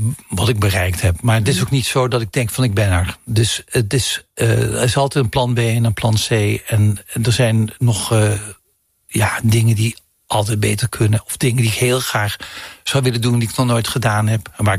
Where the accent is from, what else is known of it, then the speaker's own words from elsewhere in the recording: Heerlen, Limburg, Netherlands; moved away; Ik kom uit Zuid-Limburg, uit Heerlen.